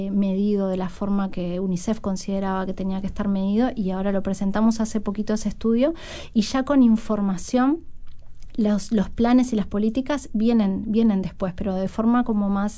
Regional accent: Uruguay; creo que habla bien de lo que somos como uruguayos y como Uruguay también

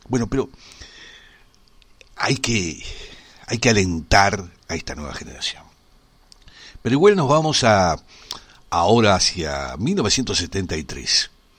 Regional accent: Uruguay

